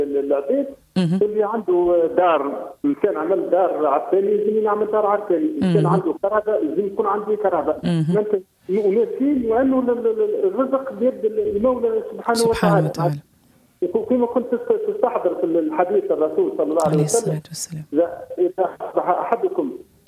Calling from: Sfax, Sfax Governorate, Tunisia

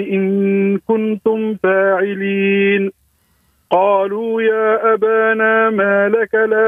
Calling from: Sousse, Sousse Governorate, Tunisia

